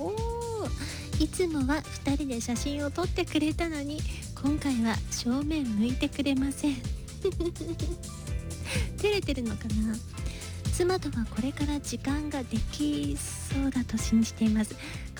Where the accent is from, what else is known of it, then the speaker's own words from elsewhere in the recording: Tokushima, Japan; moved away; 私の地元の徳島も、